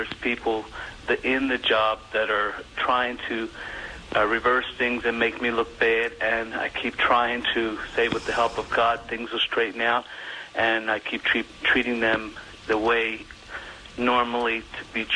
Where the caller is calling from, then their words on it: Pennsylvania, United States; I'm from Pennsylvania.